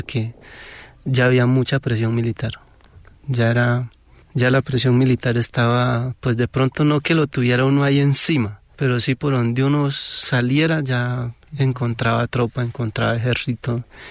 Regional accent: Amazonas, Colombia; moved away; él conoce mi pueblo, él conoce mi corregimiento, él estuvo en Puerto Arica.

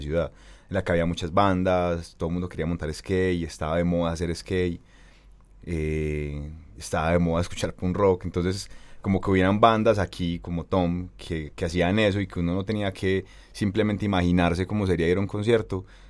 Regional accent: Medellín, Antioquia, Colombia; ahí en el barrio, pues, donde me crié ahí en Belén

